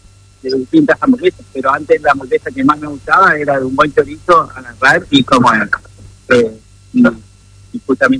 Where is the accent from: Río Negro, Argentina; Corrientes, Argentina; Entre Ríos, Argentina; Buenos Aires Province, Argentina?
Entre Ríos, Argentina; Viale; born there; now in Paraná, Argentina; yo tenía acá a 50 kilómetros, tengo donde nací en Viale, tengo un pequeño lugar donde procesamos la carne.